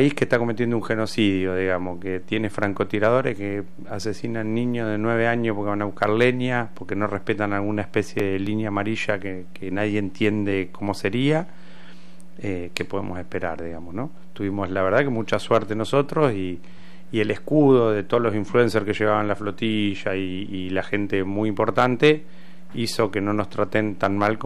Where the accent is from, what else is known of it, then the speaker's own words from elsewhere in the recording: Argentina; Como Argentina le declaramos la guerra.